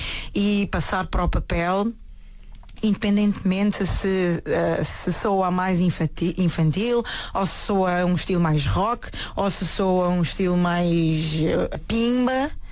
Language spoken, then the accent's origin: Portuguese; Ferreira do Alentejo, Alentejo, Portugal; o pessoal também de Ferreira do Alentejo, que foi o sítio onde eu cresci, também me chama